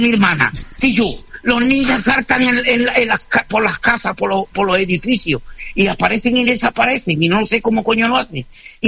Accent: San Fernando, Andalusia, Spain; Somos gaditanos. Somos gaditanos, los de San Fernando.

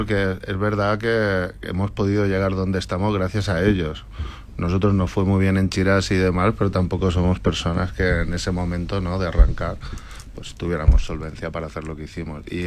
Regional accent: Region of Murcia, Spain; llevo toda la vida yo soy de Murcia

